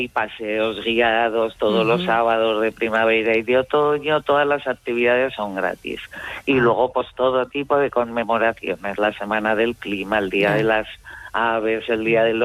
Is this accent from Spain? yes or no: yes; Sariñena, Aragon, Spain; Y nada, soy de aquí de Sariñena, con que estupenda.